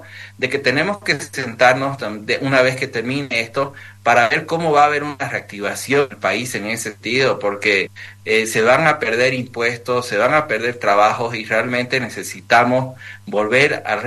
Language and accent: Spanish; La Paz, Bolivia